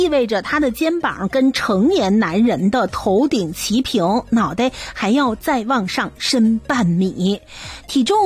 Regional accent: Canada; 这件事听起来像是咱们加拿大人在开玩笑

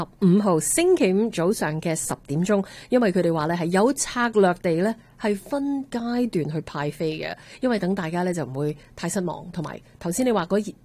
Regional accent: Canada; 即系睇到我哋加拿大人对呢一样嘢咧，系越嚟越倾向咧系支持

